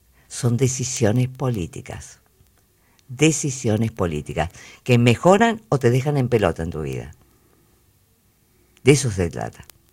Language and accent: Spanish; Argentina; Los que molestamos somos los argentinos.